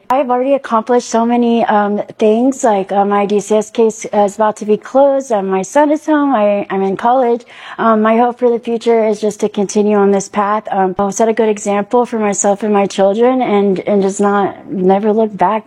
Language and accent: English; Marion, Indiana, United States; I graduated from Fresh Start. It was December of last year. I'm from Marion, Indiana.